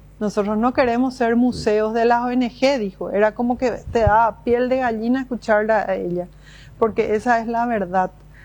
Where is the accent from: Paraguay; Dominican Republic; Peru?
Paraguay; Agua Dulce, Alto Paraguay; nosotros somos de Agua Dulce, del distrito de Bahía Negra.